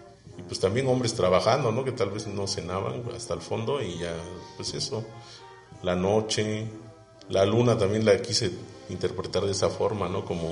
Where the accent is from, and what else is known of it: Oaxaca, Mexico